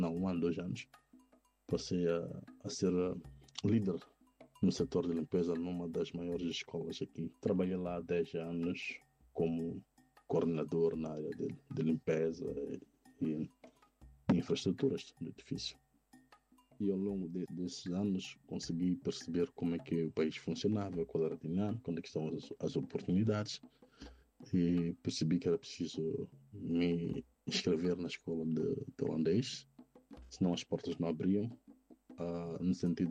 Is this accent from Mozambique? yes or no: yes; Mozambique; now in Netherlands; aquela forte conexão do mundo de onde eu venho, Moçambique, por exemplo. E não conhecia praticamente nenhum moçambicano, não havia muita ligação em termos do Facebook ou então outras redes sociais que facilitassem que encontrassem moçambicanos por cá.